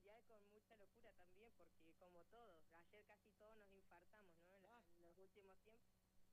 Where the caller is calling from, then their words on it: Loncopué, Neuquén, Argentina